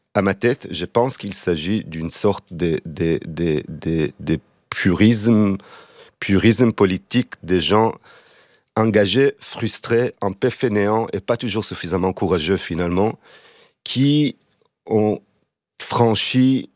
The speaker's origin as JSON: {"language": "French", "country": "Israel", "moved": "as an adult"}